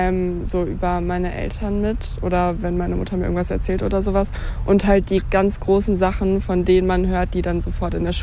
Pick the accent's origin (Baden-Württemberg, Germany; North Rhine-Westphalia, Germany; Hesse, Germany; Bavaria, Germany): North Rhine-Westphalia, Germany; Cologne; aufgewachsen und geboren. Ich habe mein ganzes Leben hier gelebt. Also Köln ist halt einfach komplett meine Heimat.